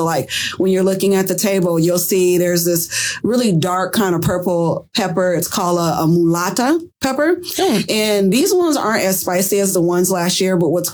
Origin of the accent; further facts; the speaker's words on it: San Diego, California, United States; now in Wisconsin, United States; You know, I'm from San Diego, California.